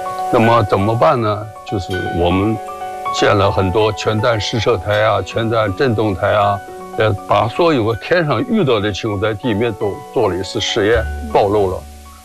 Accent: Dalian, Liaoning, China; 我就说到我的家乡呢，我在高中时期啊，遇到什么抗美援朝，抗美援朝的志愿军的上员呢，都是从前线坐船到了大连。

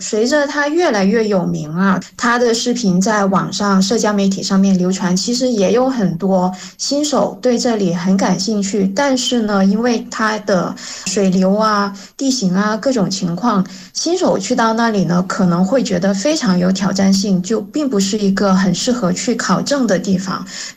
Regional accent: China; 但是可能说我们中国人、中国游客来说呢，就对马来西亚的这部分更加熟悉一点。

